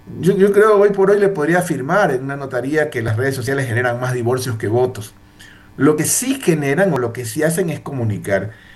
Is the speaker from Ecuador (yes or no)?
yes; Columbe, Chimborazo, Ecuador; la parroquia Columbe, Cantón Colta, de donde yo soy originario, oriundo, y toda mi familia.